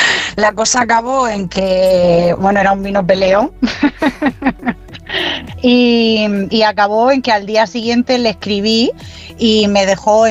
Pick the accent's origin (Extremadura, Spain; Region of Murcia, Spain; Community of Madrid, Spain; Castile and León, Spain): Region of Murcia, Spain; Pero soy murciana, soy murciana.